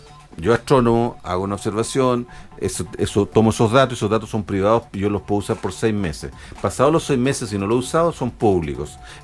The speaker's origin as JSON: {"language": "Spanish", "country": "Chile", "said": "el 80% de los que trabajamos en observatorios somos todos chilenos"}